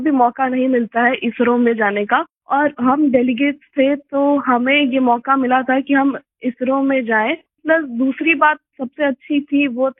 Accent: Sasaram, Bihar, India; मैं बिहार के सासाराम नाम के शहर की निवासी हूँ

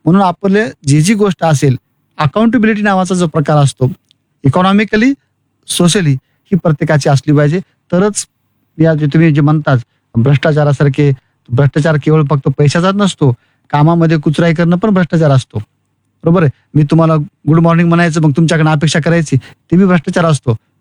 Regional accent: Shendra, Maharashtra, India; मी मूळचा शेंद्रा, जिल्हा परभणी, तालुका परभणी. 1969 आमची सगळी शेती, आमचं गाव, म्हणजे माझ्या आमच्या गावासोबत दुसरे 2 गावं, आमचं गाव शेती सगळी आम्ही कृषी विद्यापीठाला दिलेली आहे

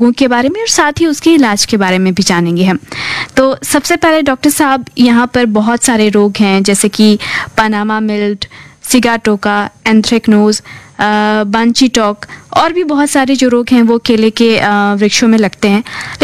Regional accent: Bihar, India; हमारा सौभाग्य है कि हम बिहारी हैं

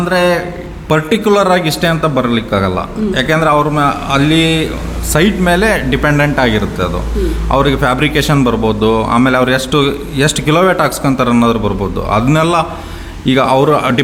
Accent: Ranebennur, Karnataka, India; moved away as an adult; now in Shivamogga, India; ನಂದು ಪ್ರಾಪರ್ ಬಂದುಬಿಟ್ಟು ರಾಣೇಬೆನ್ನೂರು, ಬಟ್ ಇವಾಗ ಶಿವಮೊಗ್ಗದಲ್ಲಿ ಬಂದು 10 ವರ್ಷ ಆಯಿತು.

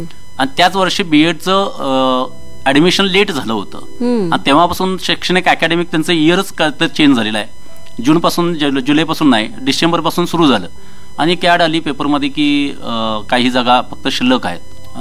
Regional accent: Kudremani, Karnataka, India; also born or lived in Belgaum; तिथं माझा जन्म 1973 मध्ये झाला आणि प्राथमिक शिक्षण मी तिथल्या आपल्या गावच्या कुद्रेमणी गावच्या मराठी शाळेमध्ये घेतलं. माध्यमिक शिक्षणही कुद्रेमणी हायस्कूल कुद्रेमणी इथं मी घेतलं.

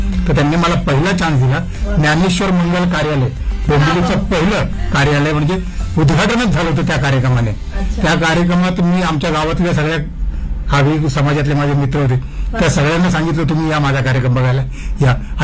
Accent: Mumbai, Maharashtra, India; मी आधी मुंबईत राहायचो. वरळी कोळीवाडा हे माझं गाव आणि कोळीवाडा म्हटलं की संपूर्ण कोळ्यांचं गाव येते.

